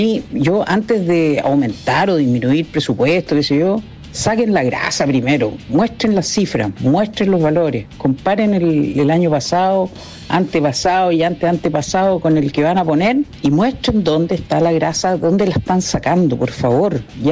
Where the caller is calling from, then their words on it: Concepción, Biobío, Chile; de Concepción.